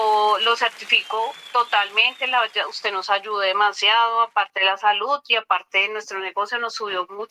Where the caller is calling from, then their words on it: Bogotá, Colombia; Bogotá, del barrio Carvajal